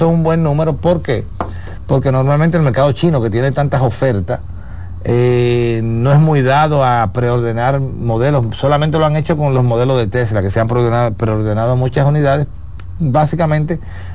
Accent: Dominican Republic; nosotros como República Dominicana

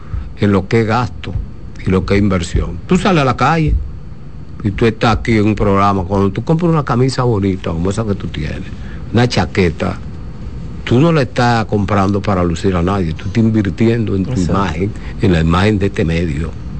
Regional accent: Dominican Republic; como dominicano he sentido la alegría

